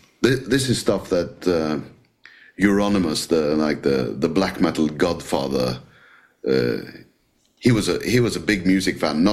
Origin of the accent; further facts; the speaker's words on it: Norway; English is a second language; and I say I'm from Norway, it's not unusual to get the "Oh, Norway, black metal" comment.